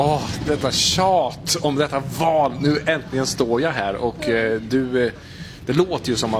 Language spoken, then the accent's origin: Swedish; Munkfors, Värmland, Sweden; Jag kommer från Munkfors i Värmland och där, ja, där röstar man.